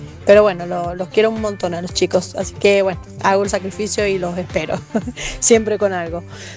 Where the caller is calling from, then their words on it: Godoy Cruz, Mendoza, Argentina; yo soy de Godoy Cruz